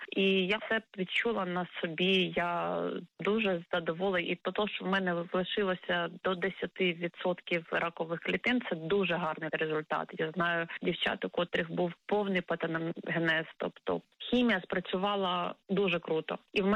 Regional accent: Kyiv, Ukraine; я сама з Києва.

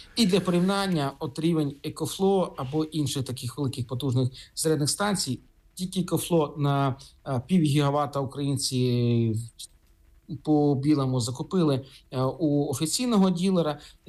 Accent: Kharkiv, Kharkiv Oblast, Ukraine; Позаминулого року мій рідний Харків провів на 2,2 мільярда гривень тендери

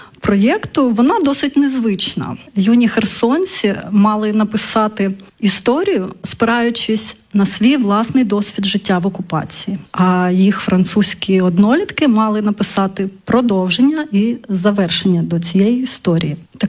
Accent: Kherson, Kherson Oblast, Ukraine; Ми пишаємось тим, що ми херсонці

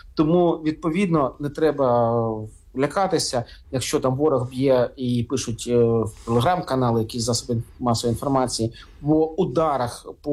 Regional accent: Kharkiv, Kharkiv Oblast, Ukraine; мій рідний Харків

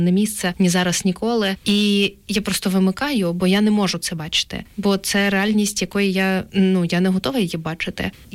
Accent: occupied territories, Ukraine; moved away; От одна з особливостей, яке об'єднує мене з моїми знайомими з окупованих територій, у нас у всіх є досвід намагатися подивитися відео в соцмережах, як хтось із вікна машини знімає наше рідне місто.

